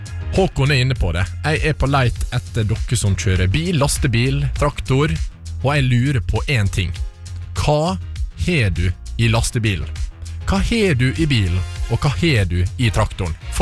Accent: Flemsøy, Møre og Romsdal, Norway; der jeg kommer fra, Flemsøy

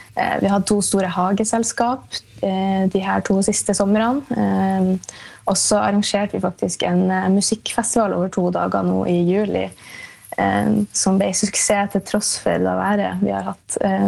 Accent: Meløy, Nordland, Norway; Og så fant jeg ut at det er jo hjemplassen min jeg vil være. Så da tenkte jeg kanskje man måtte ta steget og lage sin egen jobb da, og hva er bedre å markedsføre enn faktisk Meløy.

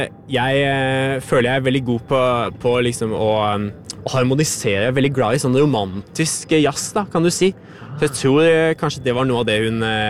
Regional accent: Risør, Agder, Norway; Nei, jeg kommer fra Risør da. Det den fineste byen på Sørlandet, tenker jeg.

